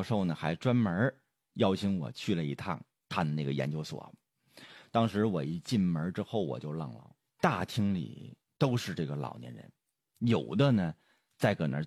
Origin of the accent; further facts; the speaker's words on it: China; 我们中国人